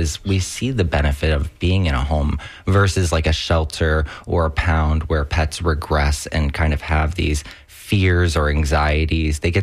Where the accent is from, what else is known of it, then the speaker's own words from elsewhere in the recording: St. Petersburg, Florida, United States; now in Lutz, United States; I was raised in St. Pete, you know, and I moved back home about 2021, and I just couldn't afford to move back to St. Pete at that time.